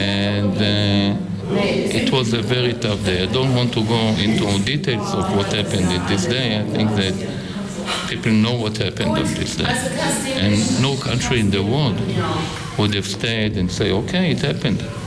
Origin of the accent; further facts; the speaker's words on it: Haifa, Haifa District, Israel; English is a second language; In Haifa, my hometown, where a delegation of the city of Leipzig with the mayor Jung and the synagogalco and the youth symphonic orchestra from the Gewandhaus.